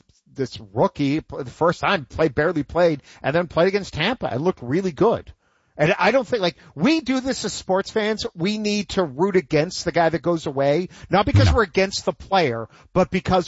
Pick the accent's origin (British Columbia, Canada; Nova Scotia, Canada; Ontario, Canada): Ontario, Canada; Toronto; born there; oh, I was born in Toronto, so I always score against Toronto.